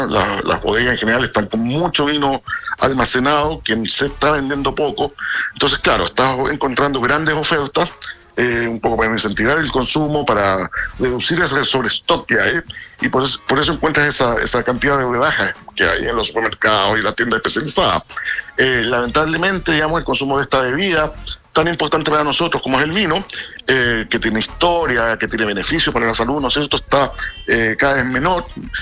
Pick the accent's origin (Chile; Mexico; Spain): Chile; Santiago, Santiago Metropolitan Region; born there; Yo soy santiaguino